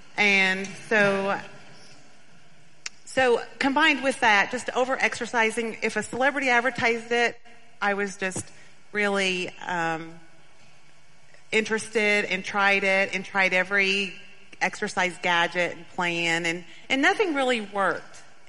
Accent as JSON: {"language": "English", "town": "Bentonville", "region": "Arkansas", "country": "United States", "tie": "born or raised there", "said": "Well, I grew up in Bentonville, Arkansas."}